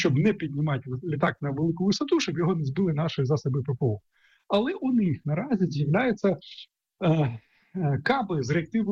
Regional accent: Sumy, Sumy Oblast, Ukraine; прикордонні міста, такі як моє рідне місто Суми

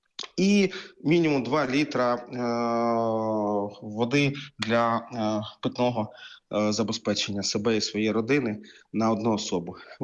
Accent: Kharkiv, Kharkiv Oblast, Ukraine; в моєму рідному Харкові

